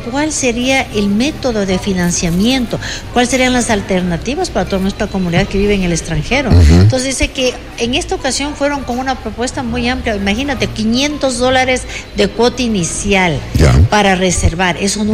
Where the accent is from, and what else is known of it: Ecuador